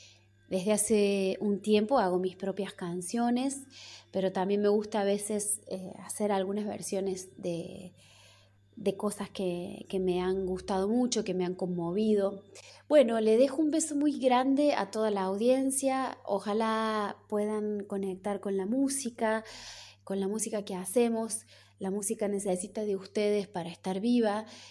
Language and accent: Spanish; Córdoba, Argentina; soy cantautora y soy